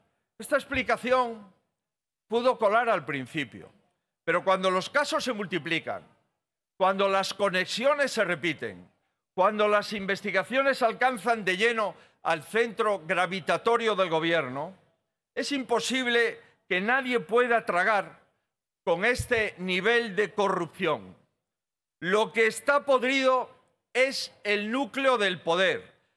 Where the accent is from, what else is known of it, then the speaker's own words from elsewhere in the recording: Spain; Como muchos españoles, intento buscarle alguna explicación a este absurdo intento de resistir a toda costa.